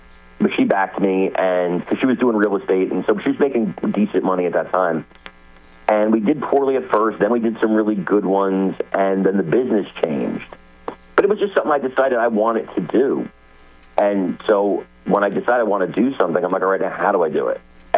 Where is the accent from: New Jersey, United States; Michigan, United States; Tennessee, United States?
New Jersey, United States; Newark; I'm from Newark, New Jersey, bro. Okay? It's one of the toughest cities in the world. That's where I was born and raised.